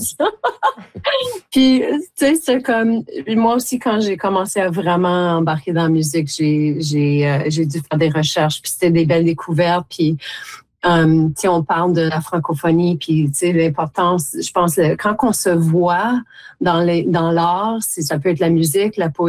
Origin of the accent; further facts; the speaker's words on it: Timmins, Ontario, Canada; moved away; je viens de Timmins